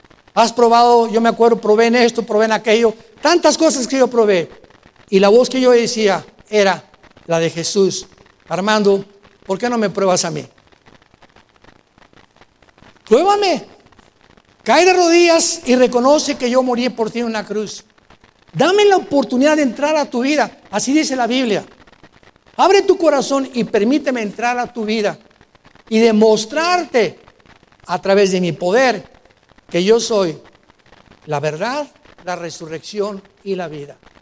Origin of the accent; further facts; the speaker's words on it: Mexico; Como dice el dicho mexicano en mi tierra.